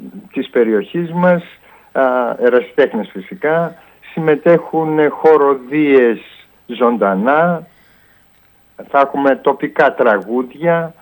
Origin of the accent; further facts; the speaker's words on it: Agios Christoforos, Central Macedonia, Greece; born there; το χωριό μου στον Άγιο Χριστόφορο Σερών